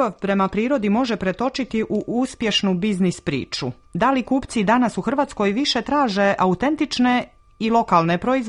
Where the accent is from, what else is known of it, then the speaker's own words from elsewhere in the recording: Montenegro; I kod nas u Crnoj Gori se često čuje da mali proizvođači, da će im biti teško da opstanu na velikom evropskom tržištu.